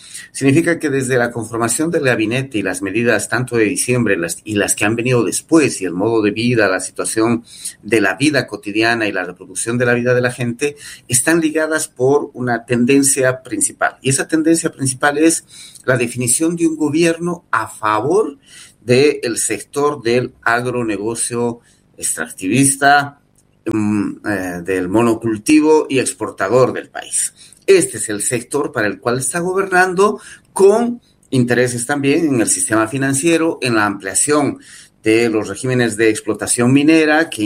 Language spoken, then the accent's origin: Spanish; Bolivia; en un escenario complicadísimo y difícil en mi país.